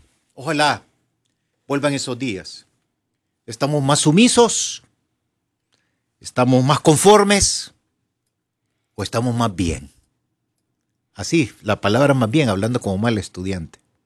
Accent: Honduras; a nivel internacional, la calidad educativa de nosotros los hondureños pesa.

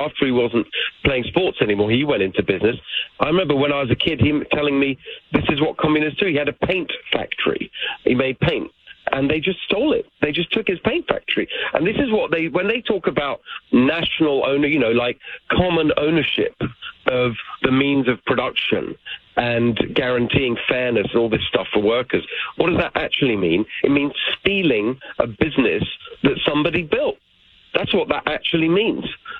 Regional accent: England, United Kingdom; Everyone's Hungarian in my family. Most of the family still live in Hungary. When I was a kid, I was born in England. They were refugees from communism and actually met in England, and I was born there and raised in England in a regular working-class home.

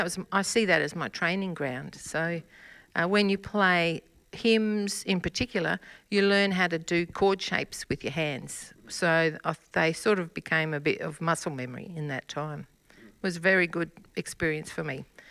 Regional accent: Queensland, Australia; also born or lived in Tanunda; now in Port Augusta, Australia; I've been here 33 years, but I grew up in Queensland. And then after a while, I went and lived in Tanunda for a couple of years.

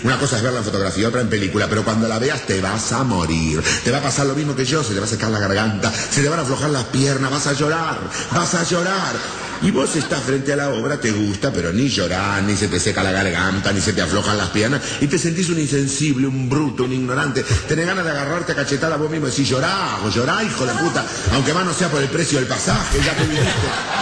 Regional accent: Argentina; lo que me estremecía era pensar lo vivo que son los tanos para explotar el turismo y lo boludo que somos los argentinos.

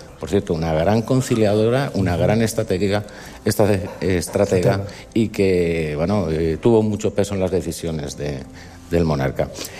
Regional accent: Valencian Community, Spain; pues de nuestra idiosincrasia, ¿no?, como valencianos.

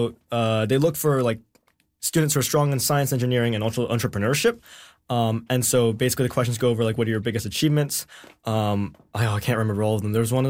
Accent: Vancouver, British Columbia, Canada; born there; I was born in Vancouver, but I moved here in like 2017.

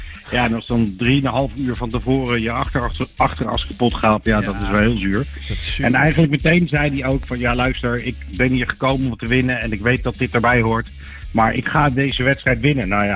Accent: Netherlands

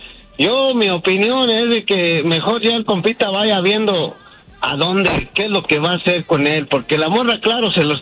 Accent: Michoacán, Mexico; ¿Sabe que la neta soy de Michoacán, vale?

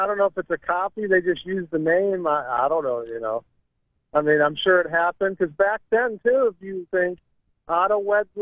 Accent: Doylestown, Ohio, United States; I'm from Doylestown way back then.

